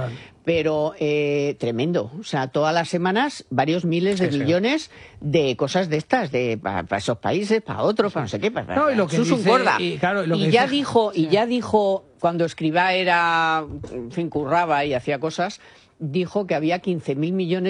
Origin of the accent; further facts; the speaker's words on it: Miraflores de la Sierra, Community of Madrid, Spain; Yo desde la plaza de mi pueblo, de Miraflores de la Sierra, todos ahí apoyando la selección.